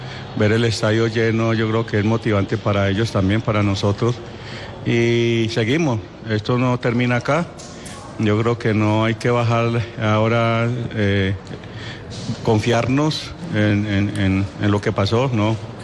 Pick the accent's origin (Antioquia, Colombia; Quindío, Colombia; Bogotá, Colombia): Antioquia, Colombia